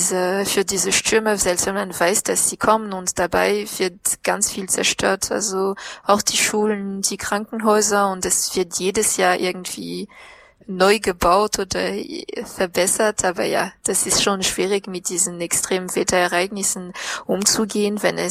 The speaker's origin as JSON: {"language": "German", "country": "Madagascar", "said": "Ich komme, wie gesagt, aus dem Südosten und das ist die Nachbarregion von der Region Anjouy, heißt es."}